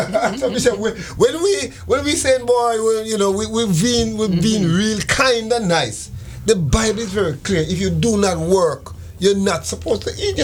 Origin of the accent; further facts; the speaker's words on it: Jamaica; born there; now in Antigua and Barbuda; I was born in Jamaica in the 60s.